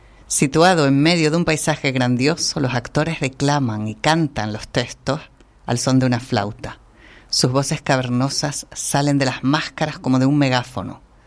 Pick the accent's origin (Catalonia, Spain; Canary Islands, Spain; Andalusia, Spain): Canary Islands, Spain; Las Palmas de Gran Canaria; y también en Las Palmas de Gran Canaria, la ciudad de donde soy yo.